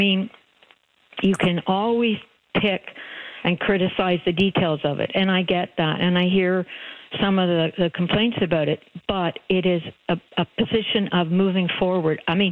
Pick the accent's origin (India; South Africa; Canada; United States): Canada; now in Port Credit, Canada; as a Canadian, I can say that, you know, we grew up with complacency.